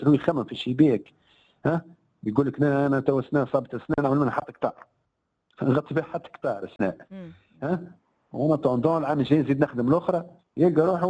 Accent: Tunisia; راني انا تونسي ومن الدوله هذه

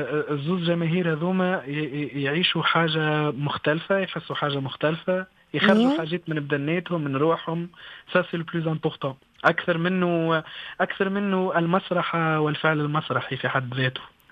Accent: Tunisia; مكتوب بلهجتنا التونسية،

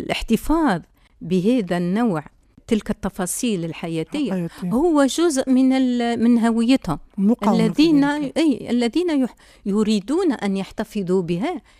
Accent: Palestine; أنا هكذا، لذلك أنا فلسطيني، أنا فلسطيني بما أملك من محافظة، وبما أملك من أدوات بسيطة أقاوم بها وجودي على هذه الأرض

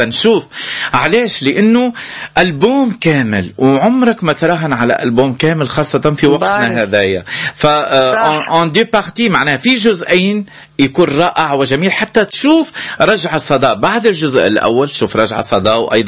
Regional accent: Tunisia; عندنا في تونس

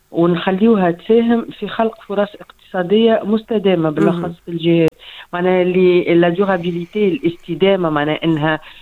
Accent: Tunisia; accent: Tunisian; كما نحن نقولوا بالدارجة متاعنا في تونس

